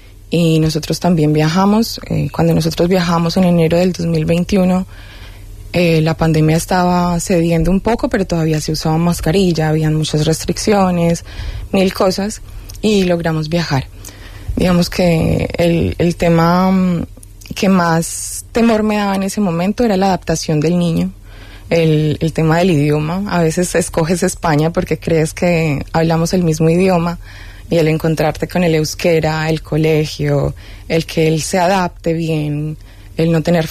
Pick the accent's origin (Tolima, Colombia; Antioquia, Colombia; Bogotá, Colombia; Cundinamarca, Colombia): Antioquia, Colombia; Medellín; moved away as an adult; now in Spain; Yo soy de Medellín, digamos que todo mi núcleo familiar está en Medellín.